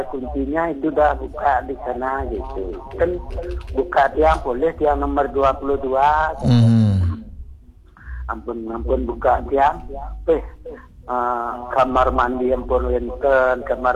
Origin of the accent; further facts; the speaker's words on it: Bali, Indonesia; saya dah tahu saya orang Bali